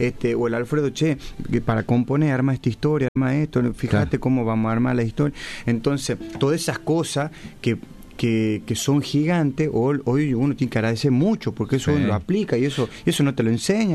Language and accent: Spanish; Salta, Argentina; Y yo soy salteño, nacido y criado en Salta Capital